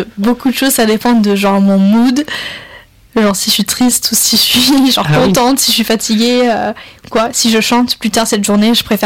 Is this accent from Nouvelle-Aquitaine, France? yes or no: no; Lyon, Auvergne-Rhône-Alpes, France; born there; ma famille, elle est chocolatine. Elle est de Toulouse et de la Corse, donc c'est très chocolatine. Mais je suis née à Lyon et j'habitais là-bas, donc là, c'était pain au chocolat.